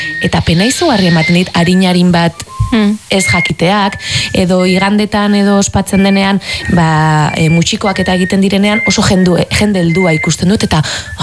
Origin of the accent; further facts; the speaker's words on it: San Sebastián, Basque Country, Spain; ni Euskal Dantzan aritutakoa naiz, ni Donostiarra naiz, eta ni Kresalan aritu izan naiz urtetan.